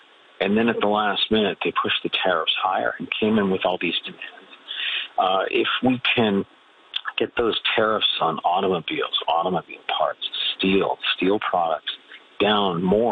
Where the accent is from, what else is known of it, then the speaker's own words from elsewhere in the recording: Canada; because I'm Canadian and out of anything and out of any patriotic feeling